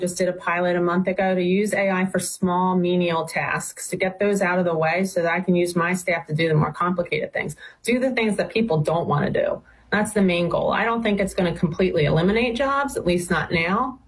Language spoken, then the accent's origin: English; Washington Township, New Jersey, United States; I'm from Washington Township in a small little area called Mango Court is where I grew up.